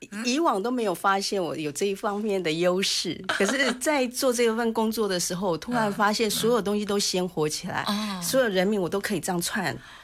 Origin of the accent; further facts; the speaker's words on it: Tainan, Taiwan; also born or lived in Taipei; 我是在台北出生台南长大的小孩